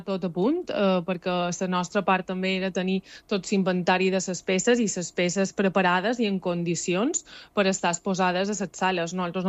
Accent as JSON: {"language": "Catalan", "area": "Mallorca", "region": "Balearic Islands", "country": "Spain", "said": "com a mallorquins"}